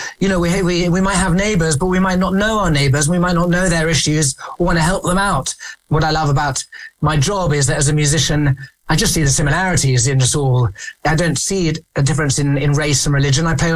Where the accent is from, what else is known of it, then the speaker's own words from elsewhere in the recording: England, United Kingdom; as English men in boarding school